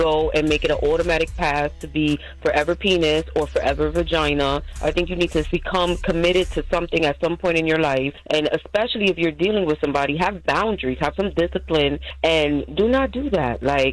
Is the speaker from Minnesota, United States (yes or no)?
no; Bronx, New York, United States; from the Bronx, and I want to say that I think it's horrible.